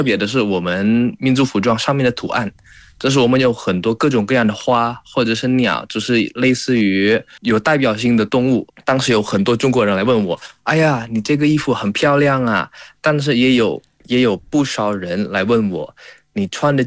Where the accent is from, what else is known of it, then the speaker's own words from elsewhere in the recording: Indonesia; 比如说，我作为一个印尼人，我不仅可以了解中华文化，但是我也会问，我作为印度尼西亚的代表，印度尼西亚年轻人的代表